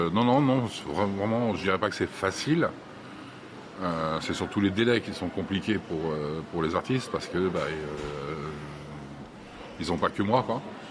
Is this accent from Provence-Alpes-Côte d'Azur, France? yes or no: no; Occitanie, France; De Groyer dans le Tarn.